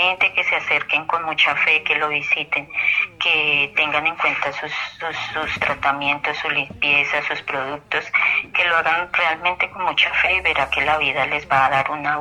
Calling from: Granada, Antioquia, Colombia; Le estoy marcando acá desde una vereda de Granada, en Antioquia.

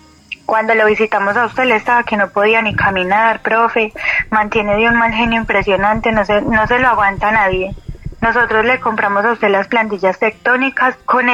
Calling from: Itagüí, Antioquia, Colombia; de Itagüí, Antioquia.

